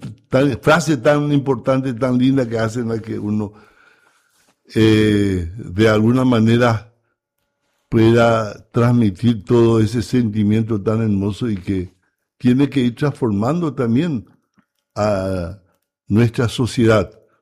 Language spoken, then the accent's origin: Spanish; Paraguay